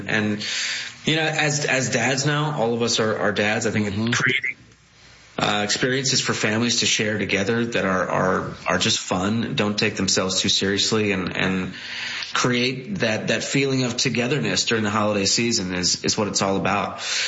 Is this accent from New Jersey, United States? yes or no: yes; New Jersey, United States; we grew up in Jersey and, you know, been lifelong Giants fans.